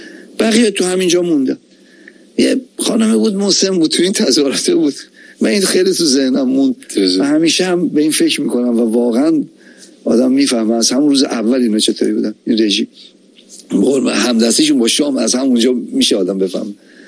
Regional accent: Tehran, Tehran Province, Iran; والله اول من بچه تهرانم، بچه نارمکم.

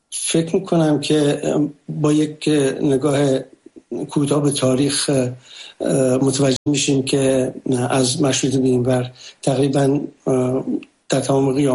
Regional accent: Iran; برای اینکه من به عنوان یک ایرانی بتونم در این برنامه شرکت بکنم و صدای مردم ایران باشم

